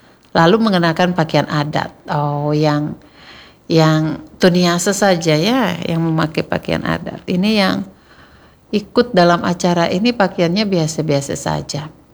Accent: Bali, Indonesia; Sama dengan kita, kalau kita orang Bali Hindu itu ada namanya upacara potong gigi.

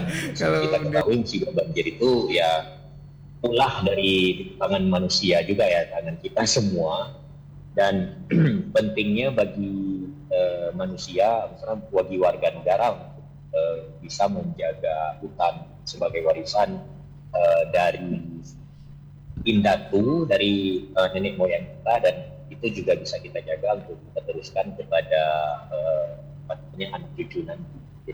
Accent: Aceh, Indonesia; first language Acehnese; Indonesian is a second language; bahasa daerah saya bahasa Aceh

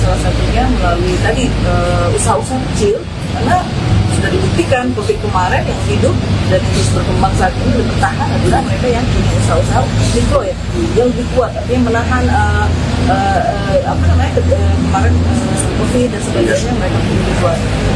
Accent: Sorong, Southwest Papua, Indonesia; Saya ini lahir di Sorong.

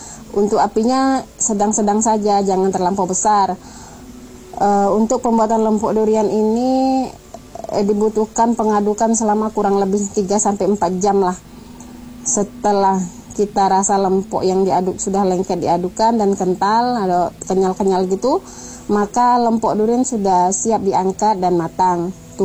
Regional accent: Riau, Indonesia; born there; moved away as an adult; now in Jambi, Indonesia; daerah kelahiran saya di Riau

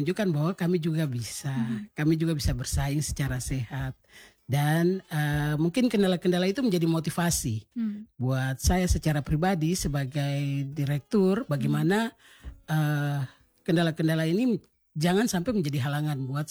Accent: Papua, Indonesia; kita orang asli Papua

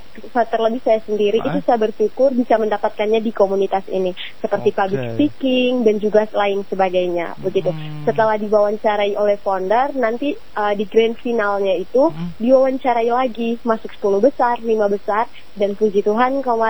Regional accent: Manggarai, East Nusa Tenggara, Indonesia; di kebetulan saya juga dari Manggarai. Jadi di sana itu kami ada forum anak.

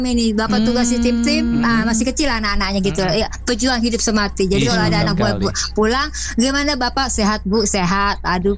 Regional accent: North Sumatra, Indonesia; aku Batak Toba dan itu Rekato.

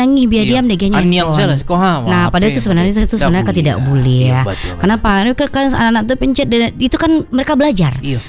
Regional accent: West Sumatra, Indonesia; orang kita sebagai orang Minang tetap kita bapaci ya dengan adat besan syarat-syarat besan di kitabullah. Dimanapun kita berada, orang Minang itu identik dengan Islam

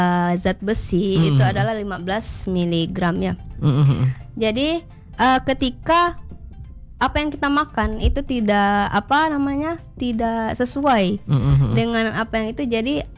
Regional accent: Mempawah, West Kalimantan, Indonesia; Cuman tuh aku kan dari Mempawah ya.

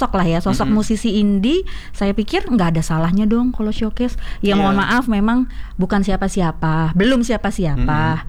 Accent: Aceh, Indonesia; also born or lived in North Sumatra; Karena saya sendiri adalah terlahir dari kota Sumatera Utara dan kampung halaman saya di Aceh gitu.

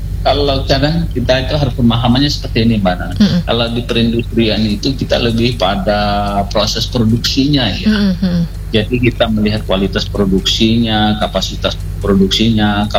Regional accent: Bandar Lampung, Lampung, Indonesia; kita juga bangga sebagai orang Lampung, orang Bandar Lampung

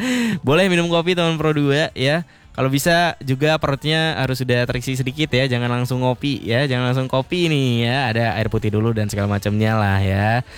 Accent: Aceh, Indonesia; kita sebagai orang Aceh

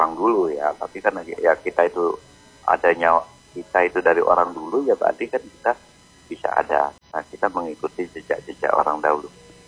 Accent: Java, Indonesia; now in Sumatra, Indonesia

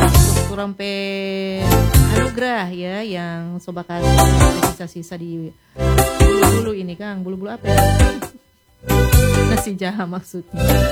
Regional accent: Manado, North Sulawesi, Indonesia; karena saya kan orang Manado.

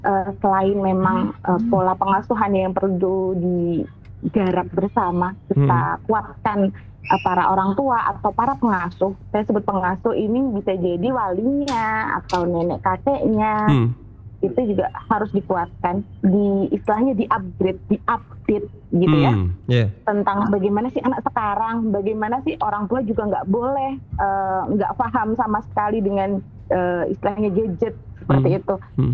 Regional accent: Wonogiri, Central Java, Indonesia; saya juga orang Wonogiri

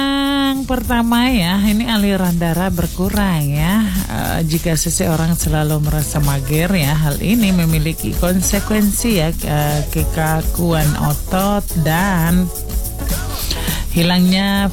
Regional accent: Merauke, South Papua, Indonesia; kita orang Moroke bilang itu perempuan-perempuan ya.

